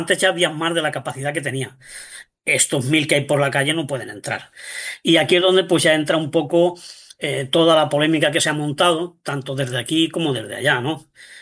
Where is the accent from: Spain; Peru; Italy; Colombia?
Spain; como los españoles, lo digo por enésima vez, en muchísimas épocas hemos emigrado